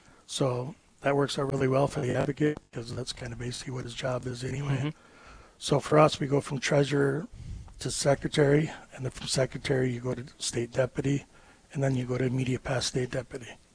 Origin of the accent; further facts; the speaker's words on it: Minnesota, United States; I'm from the Brainerd Lakes area. I live up in Lakeshore right now.